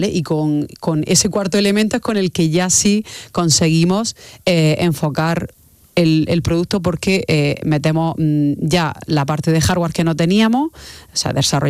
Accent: Almería, Andalusia, Spain; había un equipo en Roqueta, que nosotros somos de Almería, o nos fuimos a Roqueta a hacer una prueba con un equipo de tercera división

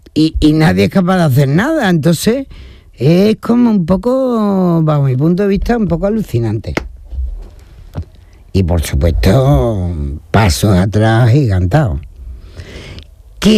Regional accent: Andalusia, Spain

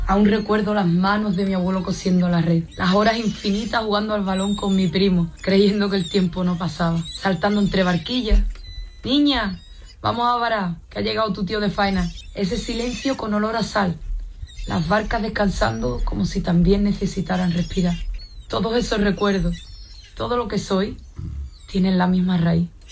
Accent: Isla Cristina, Andalusia, Spain; Yo vengo de Isla Cristina, me he criado en La Antilla y en La Barriada, que es donde se ha hecho el videoclip. Y allí, pues, como lo veis, salen en las barcas a pescar y venimos de una familia muy humilde.

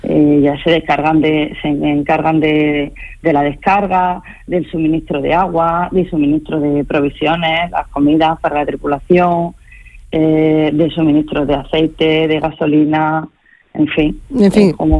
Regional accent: Linares, Andalusia, Spain; now in Almería, Spain; yo soy de interior, soy de Jaén, de Linares, y hasta que no me vine a vivir aquí a Almería no conocía este mundo

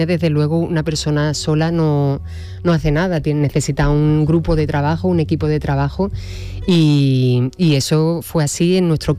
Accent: Huelva, Andalusia, Spain; Y yo soy onubense también, así es que era cerrar un círculo interesante, sí.

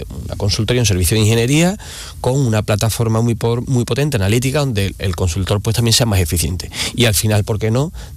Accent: El Puerto de Santa María, Andalusia, Spain; Mira, yo soy de Cádiz, ¿no? Uh-huh. Del pueblo Santa María.

